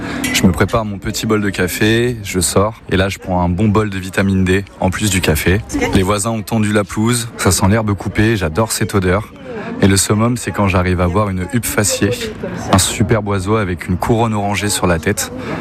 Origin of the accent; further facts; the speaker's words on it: Torigny, Nouvelle-Aquitaine, France; je viens de Torigny dans les Deux-Sèvres.